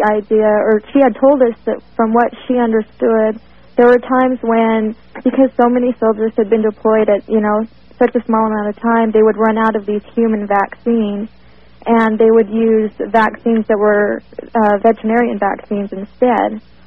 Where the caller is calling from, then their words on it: Salt Lake City, Utah, United States; I'm calling from Salt Lake City.